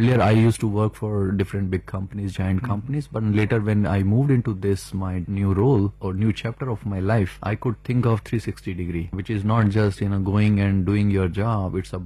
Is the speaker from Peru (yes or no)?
no; Udaipur, Rajasthan, India; moved away as an adult; now in United States; when I grew up in Udaipur and studied there, and then later for the job reason I had to move from Udaipur to different places